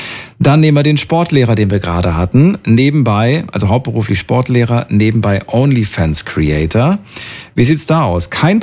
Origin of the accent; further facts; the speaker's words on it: Thuringia, Germany; Früher, also bin ja aus Thüringen und so weiter. Und da war FKK ganz normal, ne? in der ehemaligen DDR.